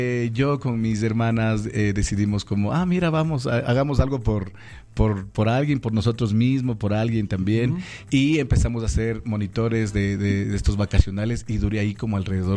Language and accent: Spanish; Quito, Pichincha, Ecuador; Yo tenía 15 años, yo soy del sector de la Pío 12, atrás del Colegio Montúfar.